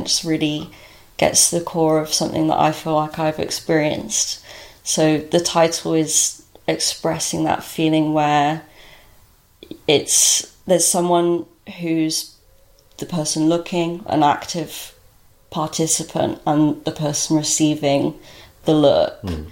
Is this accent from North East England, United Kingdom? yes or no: no; East of England, United Kingdom; also born or lived in Norwich; I studied at Norwich University of the Arts, and I'm from Norfolk. I was from a little village in Norfolk, and then moved to Norwich and studied there, and then did my History of Art MA after, but I've always stayed in Norfolk. I love Norfolk.